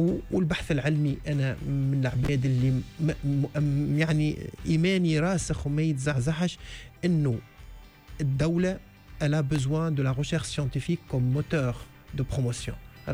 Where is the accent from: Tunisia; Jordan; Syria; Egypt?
Tunisia; بصفتي تونسي وبصفتي يعني نخدم في تونس